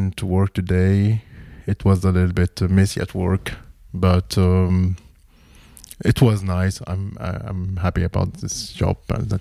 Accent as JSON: {"language": "English", "town": "Cairo", "region": "Cairo Governorate", "country": "Egypt", "second_language": "English", "moved": "as an adult", "lives_now": "Leipzig, Germany", "said": "I come from Cairo, Egypt, and I live in Leipzig since 6 years and a half, something like that."}